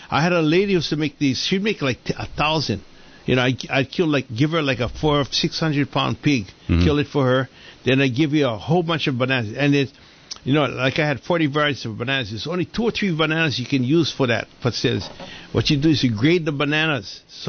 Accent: Hawaii, United States; And so you know, I grew up with in Hawaii. We grew up with all kinds of people.

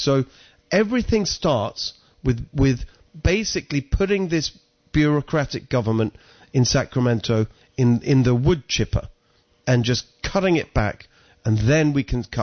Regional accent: England, United Kingdom; moved away; So we moved here from England, as people can hear my accent. I'm not originally from here.

